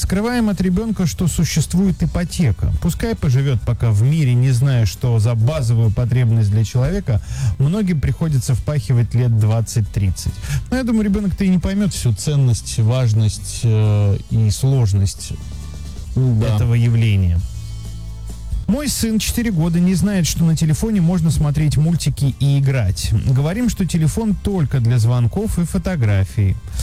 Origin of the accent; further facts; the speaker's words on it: Bryansk, Bryansk Oblast, Russia; мы ездили там из Брянска в Курск к бабушке